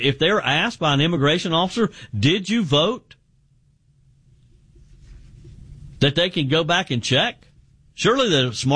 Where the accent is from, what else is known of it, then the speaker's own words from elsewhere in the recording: South Carolina, United States; he called out Dr. Annie Andrews in my home state of of South Carolina